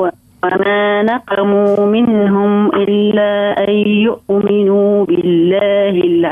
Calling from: Kasserine Governorate, Tunisia; من ولاية القصرين.

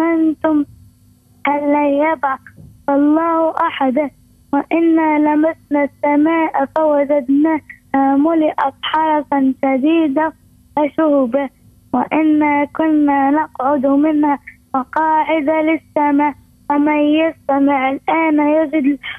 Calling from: Mahdia Governorate, Tunisia; المهدية سيدي زيد.

